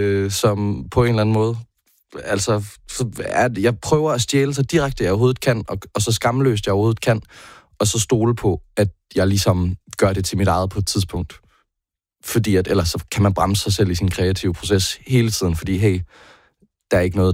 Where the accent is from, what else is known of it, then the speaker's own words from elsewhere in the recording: Central Denmark Region, Denmark; gik rundt ude på markerne ved Testrup Højskole, hvor jeg voksede op